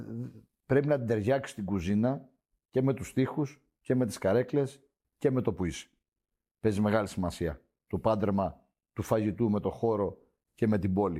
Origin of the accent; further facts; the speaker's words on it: Crete, Greece; Θέλω μόνο να κάνω συνταγές από τον τόπο μου και να ακούγονται έξω από αυτόν τον τόπο. Να φτάνουν στα πέρατα της γης, θες με τον τουρισμό, θες πηγαίνοντας εγώ. Για μένα αυτή έχει σημασία. Να μπορούν όσοι έρχονται στην Κρήτη, αλλά και εμείς όταν ταξιδεύουμε εκτός Κρήτης